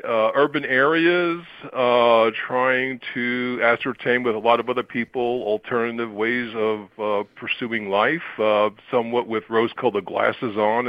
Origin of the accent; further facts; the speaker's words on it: Jersey City, New Jersey, United States; moved away as an adult; also born or lived in Scranton, Pennsylvania / Baltimore, Maryland; now in Vermont, United States; I was born and bred in Jersey City, New Jersey.